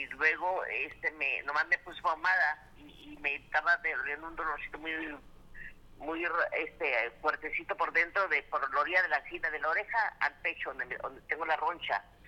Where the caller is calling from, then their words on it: Vega Alta, Puerto Rico; de Vega Alta.